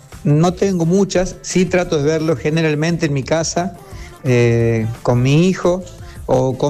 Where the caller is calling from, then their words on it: Pilar, Córdoba, Argentina; la plaza de mi pueblo. Mirá qué lindo. Acá en Pilar.